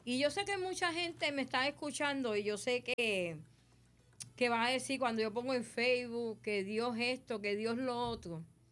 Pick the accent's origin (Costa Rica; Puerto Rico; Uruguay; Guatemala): Puerto Rico; Cataño